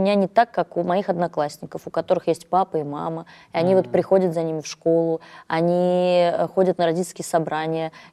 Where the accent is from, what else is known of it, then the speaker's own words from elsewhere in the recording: Nizhny Novgorod, Nizhny Novgorod Oblast, Russia; born there; А я вообще родилась в Нижнем Новгороде, то есть это Нижегородка